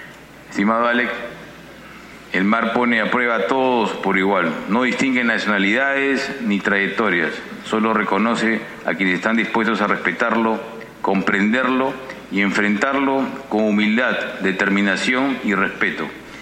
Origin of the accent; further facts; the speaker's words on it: Peru; todos los peruanos debemos tener interiorizado como visión de país